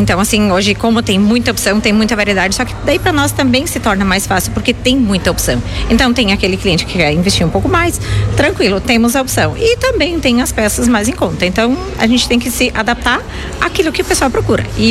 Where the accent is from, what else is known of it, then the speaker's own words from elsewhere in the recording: Santa Clara do Sul, Rio Grande do Sul, Brazil; sou de Santa Clara do Sul.